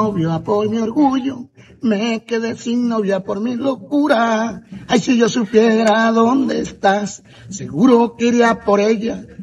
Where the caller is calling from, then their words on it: San Juan del Cesar, La Guajira, Colombia; compositor de San Juan de Cesar, Guajira.